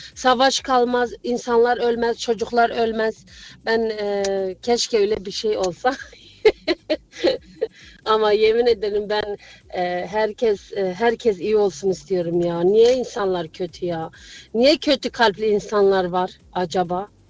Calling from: Frankfurt, Hesse, Germany; ben Frankfurt'tan

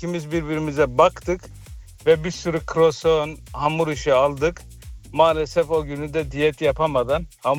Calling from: Berlin, Germany; Berlin'den.

